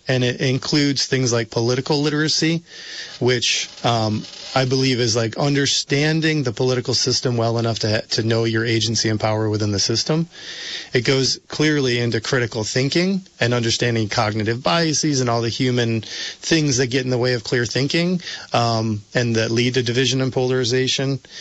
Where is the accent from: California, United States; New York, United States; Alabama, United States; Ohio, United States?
New York, United States; If I'm honest, I grew up in New York State. You know, we had Regents exams.